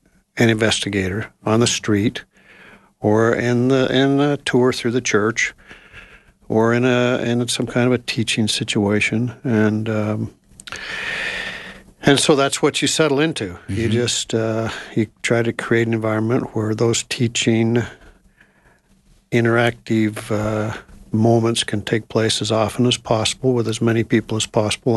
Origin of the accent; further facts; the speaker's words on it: Dillon, Montana, United States; also born or lived in California / Washington / Idaho / Texas; now in Utah, United States; I grew up in Dillon, Montana.